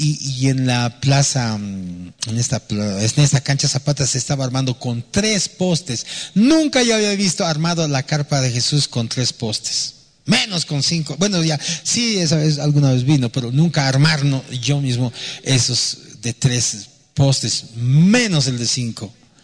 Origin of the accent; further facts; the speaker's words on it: Buenos Aires, Argentina; Para empezar, yo también vengo de la Buenos Aires, ¿no? Tampoco vengo del planeta de las estrellas.